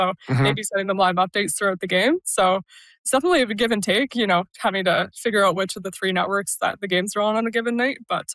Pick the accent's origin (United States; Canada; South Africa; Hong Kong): Canada; Yeah, I mean, as a Canadian and someone who reports on the Ottawa Charge, I love this idea of an all-Canadian final.